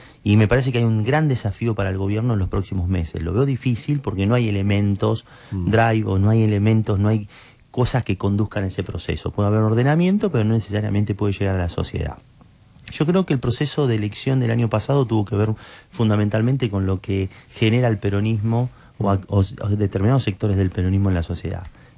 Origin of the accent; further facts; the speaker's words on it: Tandil, Buenos Aires Province, Argentina; yo soy de Tandil de muchos años